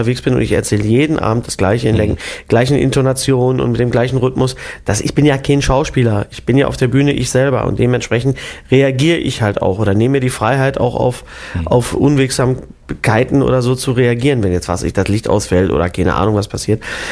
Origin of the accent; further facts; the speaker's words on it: Bochum, North Rhine-Westphalia, Germany; moved away as an adult; now in Berlin, Germany; ich komme aus Bochum, sage ich immer, werde ich immer gefragt, woher, sage ich immer aus Bochum-Leer. Bochum-Leer, das ist der Ort, wo früher das Opelwerk stand, jetzt seit neuestem Jahr nicht mehr.